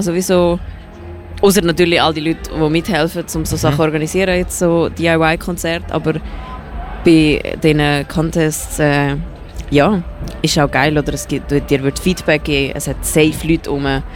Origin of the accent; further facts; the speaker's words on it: Eastern Switzerland, Switzerland; ich komme aus Ostschweiz.